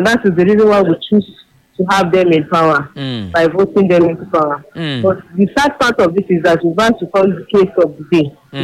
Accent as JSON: {"language": "English", "town": "Ibadan", "region": "Oyo", "country": "Nigeria", "said": "from Ibadan."}